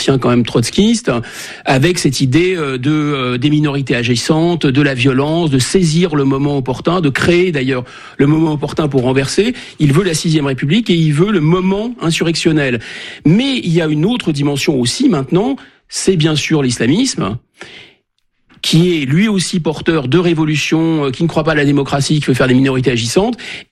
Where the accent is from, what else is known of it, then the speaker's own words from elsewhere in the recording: Normandy, France; Moi, je suis un Français de Normandie. Je me retrouve dans une classe en région parisienne, à La Courneuve